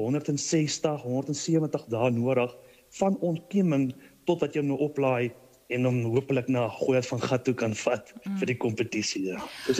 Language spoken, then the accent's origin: Afrikaans; Meyerton, Gauteng, South Africa; Ek is afkomstig van Meyerton hier in die Midvaal omgewing Gauteng area, ja.